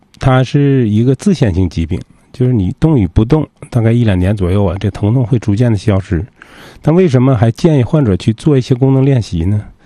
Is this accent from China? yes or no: yes; Northeast China, China; 咱们东北人